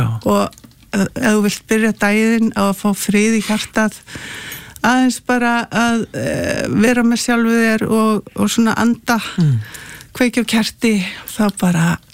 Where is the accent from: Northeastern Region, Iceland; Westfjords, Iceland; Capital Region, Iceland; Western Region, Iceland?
Capital Region, Iceland; Reykjavík; Ég alinn upp í Reykjavík, en ég kerði með fullan bílanunum upp Laugaveginn.